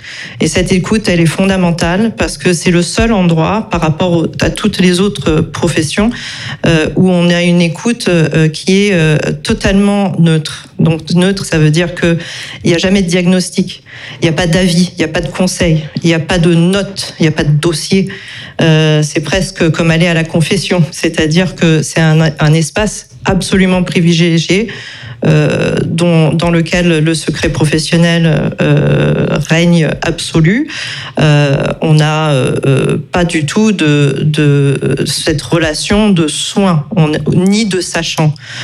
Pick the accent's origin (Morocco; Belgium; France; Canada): Canada; moved away; Moi, je viens du Canada